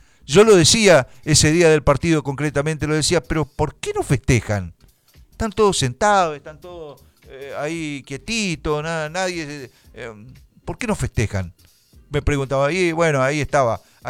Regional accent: Argentina; los valores que tenemos nosotros los argentinos

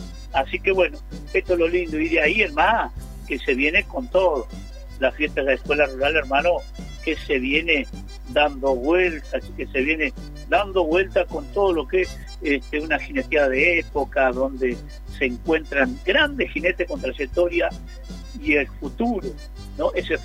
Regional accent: Mar del Plata, Buenos Aires Province, Argentina; Un saludo desde mi ciudad natal, Mar del Plata, paisano.

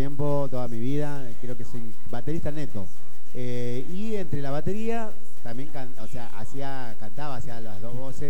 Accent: San Pedro de Jujuy, Jujuy, Argentina; moved away; also born or lived in Buenos Aires; Sí, soy de San Pedro.

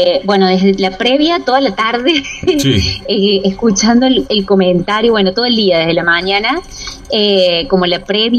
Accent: Argentina; pocas cosas nos unen como argentinos

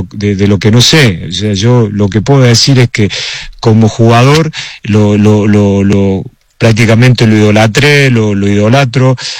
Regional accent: Córdoba, Argentina; yo elegí en vez de quedarme 2 años sin jugar, teniendo 17 años, volverme a Córdoba

